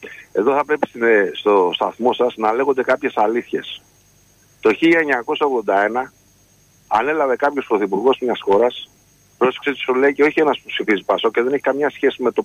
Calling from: London, United Kingdom; Γεια σου, Φώτη … από Λονδίνο.

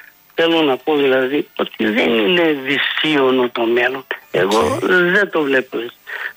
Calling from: Greece; εμείς οι Έλληνες

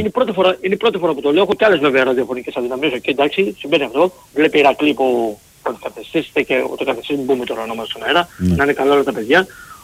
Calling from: Peristeri, Attica, Greece; από το Περιστέρι Ολυμπιακός.

